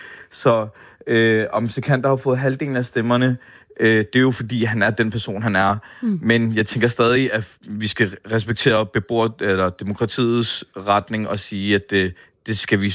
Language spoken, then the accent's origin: Danish; Copenhagen, Capital Region of Denmark, Denmark; Opvokset på Nørrebro, været her i mange år.